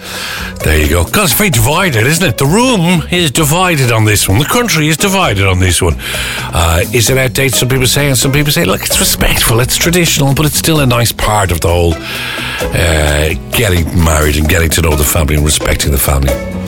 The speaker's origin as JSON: {"language": "English", "town": "Dublin", "region": "Leinster", "country": "Ireland", "said": "I'm from Dublin. That doesn't happen here."}